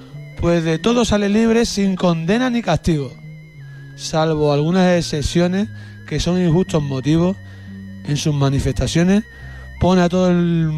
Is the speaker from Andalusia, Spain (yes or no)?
yes; Andalusia, Spain